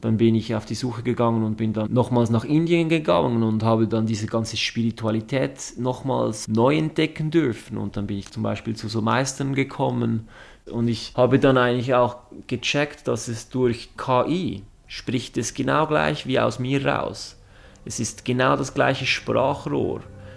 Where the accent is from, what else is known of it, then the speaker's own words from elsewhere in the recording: Zurich, Switzerland; born there; ich bin hier in Zürich geboren.